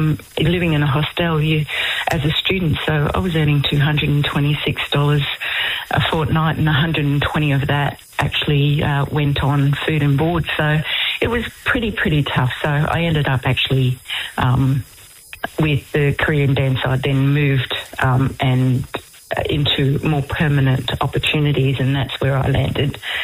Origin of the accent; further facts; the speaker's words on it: Weipa, Queensland, Australia; also born or lived in Old Mapoon; So, growing up in Weipa and Old Mapoon in far north Queensland, my childhood was adventurous and it was fun.